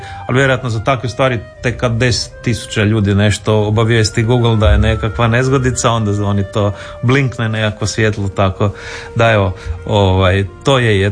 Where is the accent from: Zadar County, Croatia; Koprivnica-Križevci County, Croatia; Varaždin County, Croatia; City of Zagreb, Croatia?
City of Zagreb, Croatia; Zagreb; U Zagrebu, da, da, djetinjstvo sam u Trnju na Savici u ulici, ja mislim da je to jedna ulica u Zagrebu, zamislite, jedini kućni brojevi su 42 i 44, Miljackina ulica